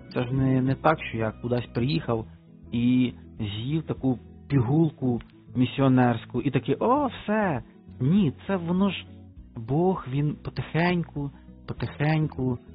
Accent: Bila Tserkva, Kyiv Oblast, Ukraine; Я з Білої церкви.

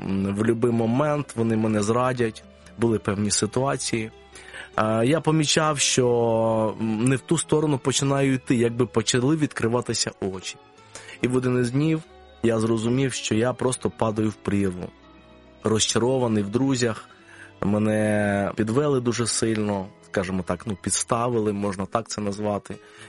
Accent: Kyiv, Ukraine; і я із Києва несу пасторське служіння в помісній церкві, яка називається Філадельфія.

